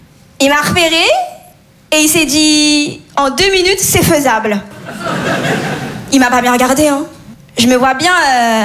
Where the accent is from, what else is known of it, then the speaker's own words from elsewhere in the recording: Comoros; je viens des Comores. Et nous, on est vraiment connus pour célébrer de très, très grands mariages.